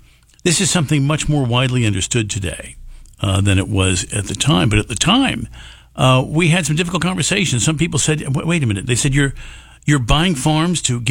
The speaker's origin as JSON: {"language": "English", "region": "New Jersey", "country": "United States", "tie": "born or raised there", "moved": "as an adult", "lives_now": "Pittsford, United States", "said": "I grew up in New Jersey"}